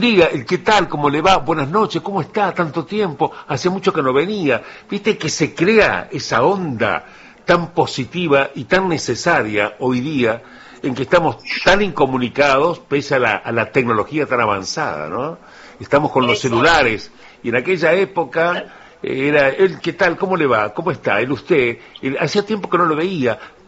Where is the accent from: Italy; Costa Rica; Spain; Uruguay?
Uruguay; Sí, somos puntuales los uruguayos, somos puntuales los uruguayos.